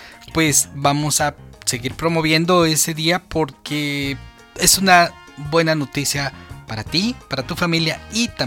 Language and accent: Spanish; Chiapas, Mexico; aunque soy de Chiapas, pero me recuerda a México.